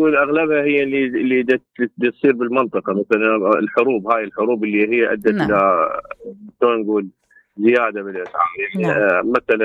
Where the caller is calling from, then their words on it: Iraq; عندنا بالعراق